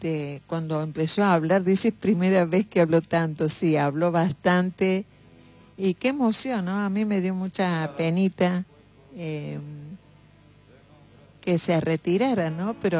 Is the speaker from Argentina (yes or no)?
yes; Argentina